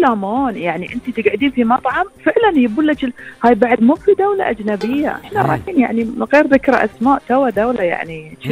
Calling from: Qatar

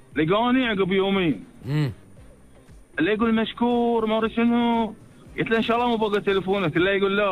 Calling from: Bahrain; أنا بحريني

